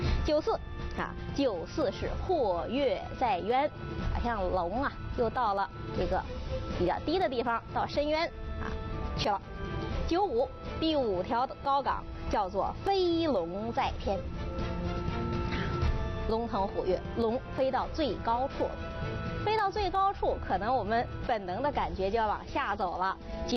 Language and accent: Chinese; China; 我们中国人